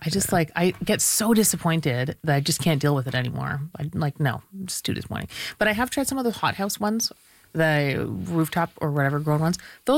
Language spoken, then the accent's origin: English; India; now in Canada; well, that's because I'm Indian and any Indian will tell you that.